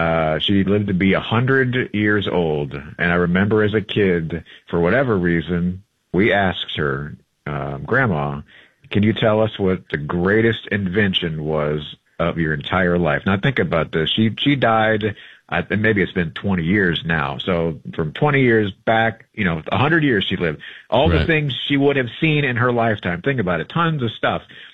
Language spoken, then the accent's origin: English; St. Louis, Missouri, United States; But the first one was, you mentioned, we're both from St. Louis. I did St. Louis.